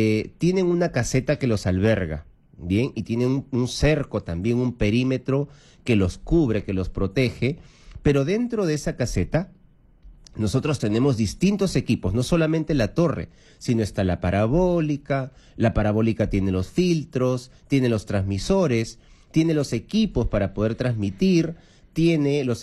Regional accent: Ica, Peru; moved away; Ica, en el sur de nuestro país, ahí donde tengo yo mi terruño

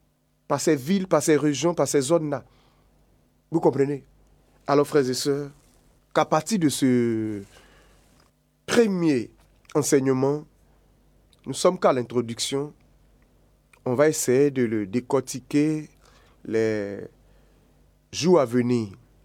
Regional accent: Côte d’Ivoire; Chez nous, en Côte d'Ivoire, ça se dit.

